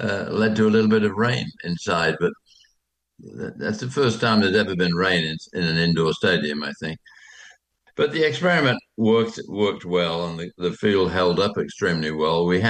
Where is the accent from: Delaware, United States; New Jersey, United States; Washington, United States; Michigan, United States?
Michigan, United States; if I meet somebody and tell them I'm from Michigan, they'll say, "Well, do you support the Lions, the Tigers, the Red Wings, Michigan State, the Pistons?" And I support all of those things.